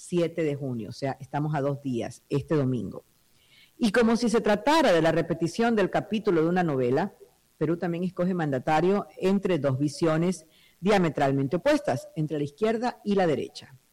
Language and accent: Spanish; Ecuador; nosotros como ecuatorianos